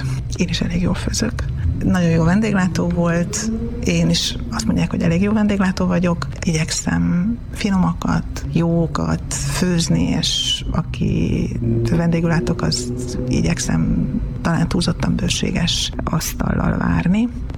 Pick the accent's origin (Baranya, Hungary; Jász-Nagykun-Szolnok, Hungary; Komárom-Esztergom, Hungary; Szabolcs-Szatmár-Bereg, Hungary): Jász-Nagykun-Szolnok, Hungary; Tiszaföldvár; born there; moved away; Tiszaföldváron születtem, és én vagyok a családnak az ötödik lánya. Apukám és anyukám második házasságában születtem, és Földvár egy tiszaparti kisváros.